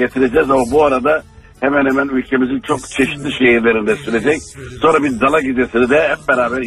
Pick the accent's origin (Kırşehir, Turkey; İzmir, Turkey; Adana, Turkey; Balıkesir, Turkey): Adana, Turkey; born there; Adana'da doğduğum şehirde